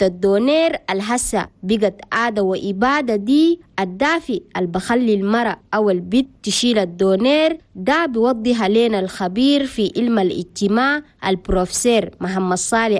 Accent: Chad; ودي الأصالة والتراث عن بلدنا تشاد.

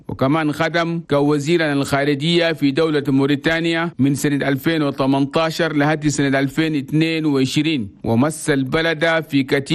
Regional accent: Chad; بلدنا تشاد

